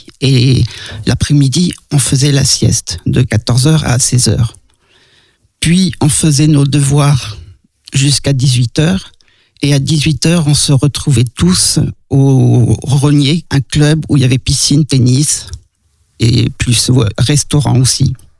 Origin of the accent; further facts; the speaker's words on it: Madagascar; quand je dis que j'ai été élevé en Afrique ou à Madagascar, on me dit tout le temps que j'ai beaucoup de chance.